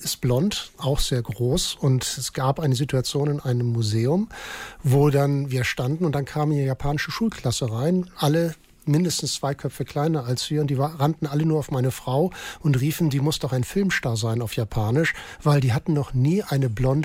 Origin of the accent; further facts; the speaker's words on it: Kiel, Schleswig-Holstein, Germany; ich bin Kieler.